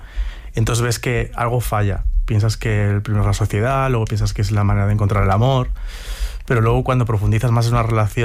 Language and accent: Spanish; Ourense, Galicia, Spain; moved away; Me daba miedo esa vuelta a mi ciudad natal